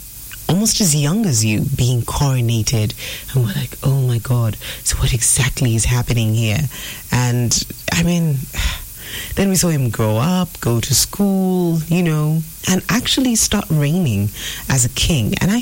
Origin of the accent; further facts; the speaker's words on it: Buganda, Uganda; I'm not even a Mutoro, but I feel like he was my king too. And I love my king because I come from Buganda.